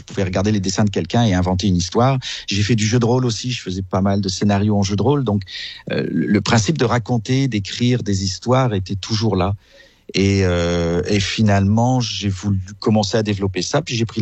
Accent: France; moved away as an adult; now in Quebec, Canada; j'ai immigré au Québec, je suis français d'origine

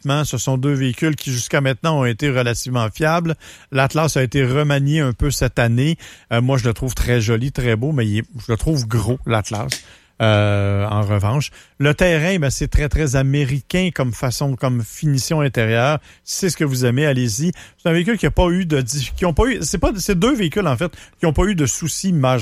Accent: Saint-Hyacinthe, Quebec, Canada; Moi, je suis de Saint-Hyacinthe, c'est pas un secret.

